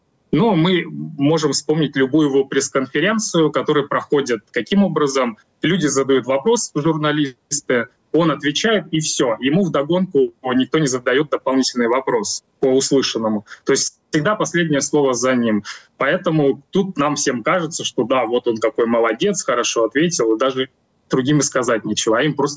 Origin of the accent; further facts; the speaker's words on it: Russia; moved away; потому что я сам россиянин, и я до 25-го года жил в России.